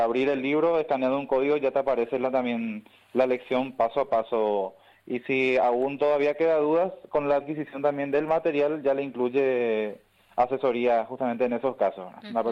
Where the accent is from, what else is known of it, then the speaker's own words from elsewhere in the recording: Natalio, Itapúa, Paraguay; yo particularmente soy de Natalio, departamento